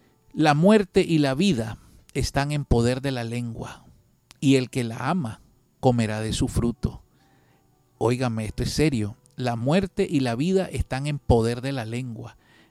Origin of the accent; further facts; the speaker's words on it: Nicaragua; Nosotros como nicaragüenses nos gusta mucho la palabra, hablamos. En la mayoría de los casos los nicaragüenses somos muy bullangueros y bulliciosos.